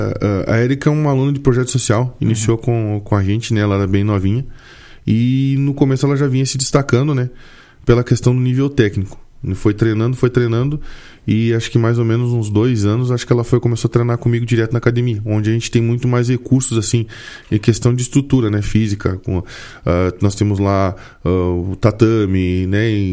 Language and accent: Portuguese; Rio Grande do Sul, Brazil; a gente vem do interior, né, do Rio Grande do Sul